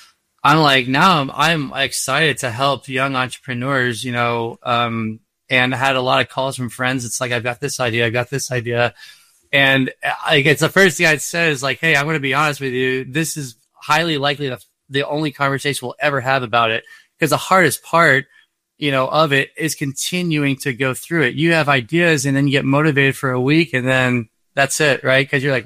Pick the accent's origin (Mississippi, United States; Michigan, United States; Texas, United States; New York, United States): Texas, United States; McKinney; moved away as an adult; also born or lived in Chicago; recircled back to my hometown in 2019. And our first son was born December of that year here in McKinney.